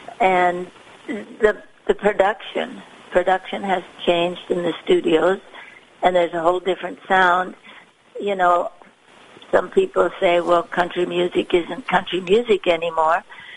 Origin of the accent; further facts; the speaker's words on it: Minnesota, United States; also born or lived in Fargo area, North Dakota; now in Nashville, United States; Now, in my day, Minnesota, I grew up in Minnesota and in the Fargo area, and of course I traveled a lot as I was young, always seeking out music and going who knows where. I was a bit of a gypsy and finally got smart and moved to Nashville.